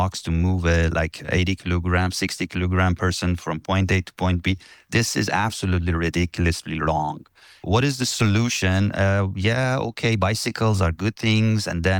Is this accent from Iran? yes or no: yes; Tehran, Tehran Province, Iran; I was born and raised in Tehran, one of the most polluted cities in the world.